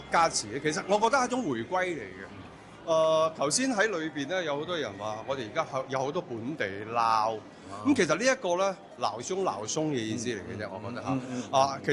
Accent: Guangdong, China; 包括我哋廣東人係作為一種僑鄉嘅集中地啊

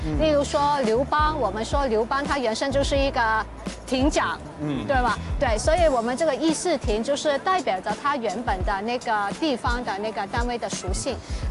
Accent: Macau; 我们澳门人叫它做骑楼。

